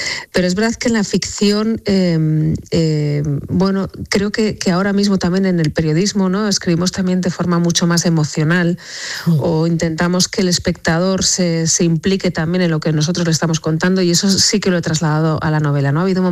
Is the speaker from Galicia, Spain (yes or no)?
no; Navarre, Spain; es mi tierra, es mi infancia también. Yo pasaba mucho tiempo también, hacía muchos intercambios con chicas francesas en mi juventud para aprender francés